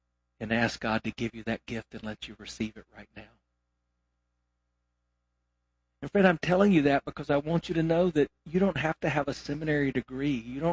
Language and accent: English; South Carolina, United States; And by the way, I grew up in South Carolina, and the Tigers who are playing here in Tampa, I've been cheering for them since I was a little boy.